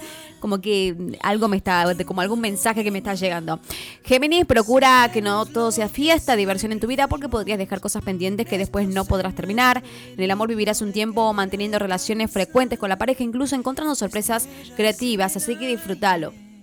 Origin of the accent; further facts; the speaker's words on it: Tucumán, Argentina; Somos tucumanos